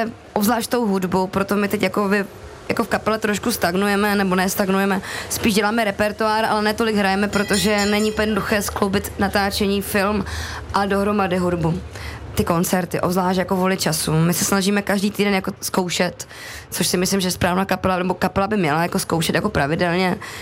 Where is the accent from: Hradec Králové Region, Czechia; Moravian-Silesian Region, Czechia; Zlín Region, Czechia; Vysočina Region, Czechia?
Zlín Region, Czechia; Otrokovice; Já pocházím z Otrokovic. Otrokovice jsou vlastně takové místo, oblast, kde další už město je už nějaká jakoby folklorní oblast, takže jako Zlín, už je Valašsko, Uherské Hradiště, Slovácko a potom Kroměříž